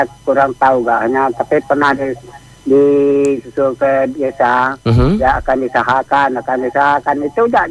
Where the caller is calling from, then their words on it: West Kalimantan, Indonesia; Di Tunggulu ini hanya dusun kami yang belum ada PLN, penerangan nih.